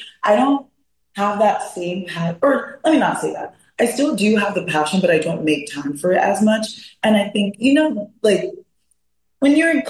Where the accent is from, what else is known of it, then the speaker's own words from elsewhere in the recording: Maryland, United States; I am originally from Maryland. My parents are Panamanian